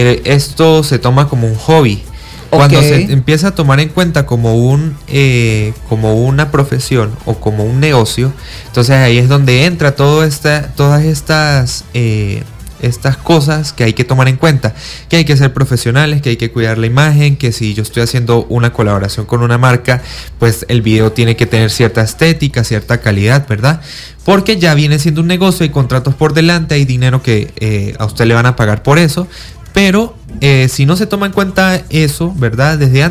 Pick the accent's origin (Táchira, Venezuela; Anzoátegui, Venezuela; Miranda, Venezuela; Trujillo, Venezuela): Táchira, Venezuela; Capacho